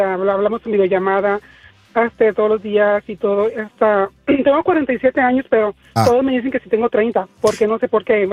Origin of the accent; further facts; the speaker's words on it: Honduras; yo dije, hondureño, yo soy un mexicano jamás